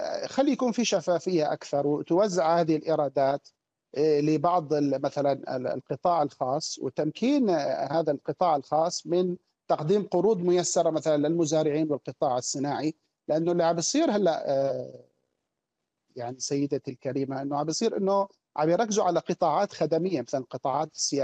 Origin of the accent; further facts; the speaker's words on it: Kuwait; يعني عندنا في الكويت الجمعيات التعاونيه دائما ما تقدم اسعار اقل